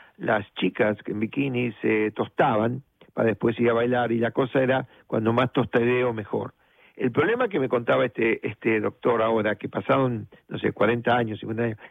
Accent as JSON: {"language": "Spanish", "town": "La Plata", "region": "Buenos Aires Province", "country": "Argentina", "tie": "born or raised there", "moved": "yes", "lives_now": "New York, United States", "said": "cuando yo era chiquito, allá en La Plata, ¿no?, con mi papá, que teníamos la tienda Sara, enfrente del ferrocarril Roca"}